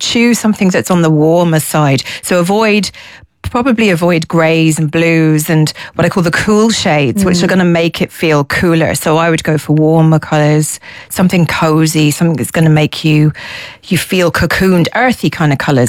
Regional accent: London, United Kingdom; moved away; I'm from London originally

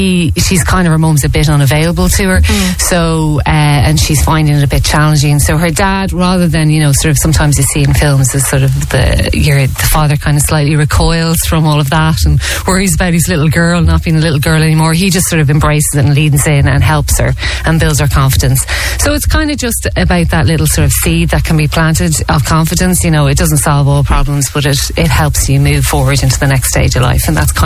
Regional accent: County Dublin, Ireland; where we grew up in Ballantyre and in Dundrum and kind of surrounding areas

